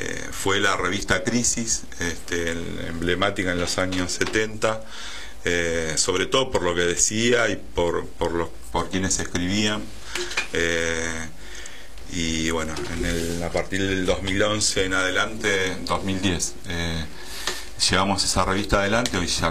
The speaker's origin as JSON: {"language": "Spanish", "town": "Quilmes", "region": "Buenos Aires Province", "country": "Argentina", "tie": "born or raised there", "said": "La secundaria me fui a vivir a Capital. Pero bueno, soy nacido y criado en Quilmes y la verdad que la siento como propia, por eso después volví al territorio a trabajar."}